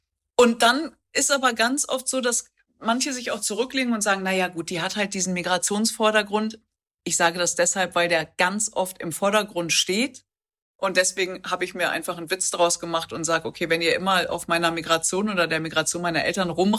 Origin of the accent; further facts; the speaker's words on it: North Rhine-Westphalia, Germany; ich komme aus dem Pott.